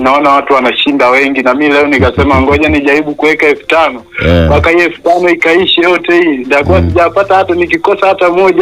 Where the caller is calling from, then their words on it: Dar es Salaam, Tanzania; natokea hapa nania Chanika Omboza.